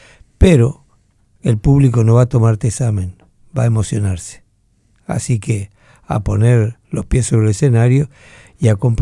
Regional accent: Tacuarembó, Uruguay; Nosotros crecimos, mirá, en Tacuarembó

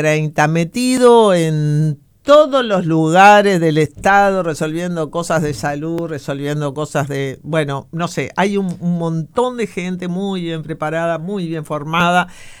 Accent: Uruguay

